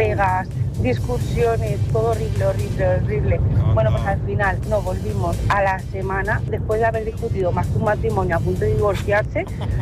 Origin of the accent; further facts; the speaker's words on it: Madrid, Community of Madrid, Spain; Buenos días, andalleros. … de Madrid.